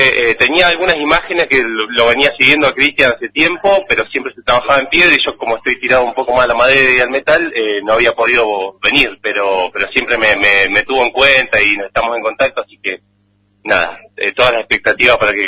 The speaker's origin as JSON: {"language": "Spanish", "town": "Allen", "region": "Río Negro", "country": "Argentina", "said": "soy de la ciudad de Allen, provincia de Río Negro, del Valle de Río Negro, de la Pera y la Manzana."}